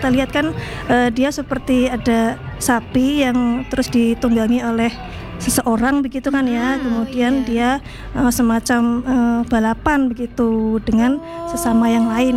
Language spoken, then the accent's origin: Indonesian; Madura, East Java, Indonesia